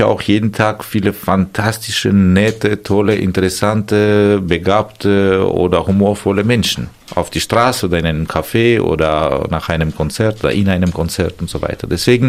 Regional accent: Armenia; German is a second language; moved away as an adult; now in Dresden, Germany; ein Mensch, der hier hin und her läuft, was macht. Ich bin auch Armenier, ich bin Vertreter meines Landes.

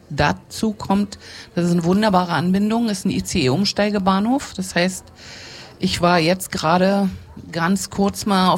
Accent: East Germany, Germany; Also ich habe Wittenberg kurz vor der Wende kennengelernt, ich komme aus dem Osten.

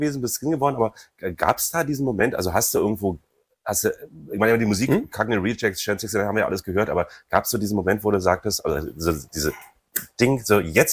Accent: Berlin, Germany; komme ja aus Köpenick und da gab es das Meckidorf, Mecklenburger Dorf

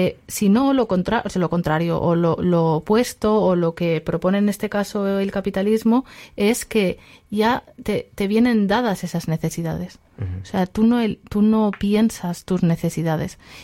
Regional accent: Aragon, Spain

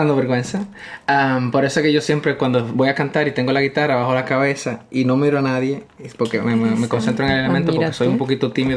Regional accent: Dominican Republic; now in Ludwigsburg, Germany; yo soy de República Dominicana, mi gente. Vivo aquí en Stuttgart, bueno, Ludwigsburg.

